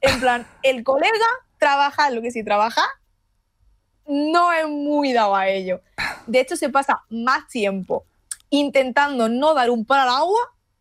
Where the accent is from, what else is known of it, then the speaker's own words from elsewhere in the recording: Andalusia, Spain; born there; tengo como muy por bandera que soy de Andalucía y obviamente pues yo me he criado